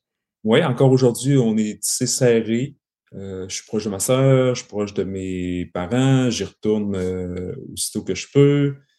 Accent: Saint-Prime, Quebec, Canada; Alors, je suis originaire de Saint-Prime, un petit village du lac Saint-Jean, un petit village agricole de campagne situé entre Roberval et Saint-Félicien.

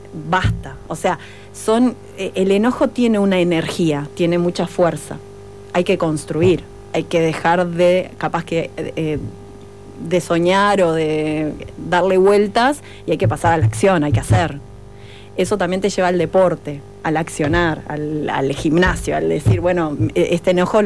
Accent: Montevideo, Uruguay; empecé Montevideo, yo que vengo de Montevideo, también era mucha la tristeza.

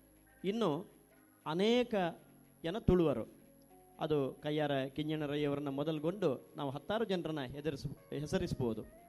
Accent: Karnataka, India; ನಾವು ಮಂಗಳೂರಿನವರು ಅಥವಾ ಕರಾವಳಿಯವರು

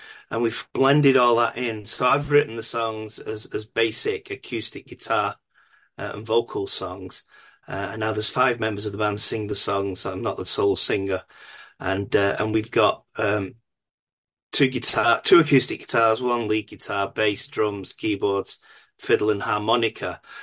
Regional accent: Swinton, North West England, United Kingdom; I grew up in Swinton, which is t'other side of Manchester to where we are

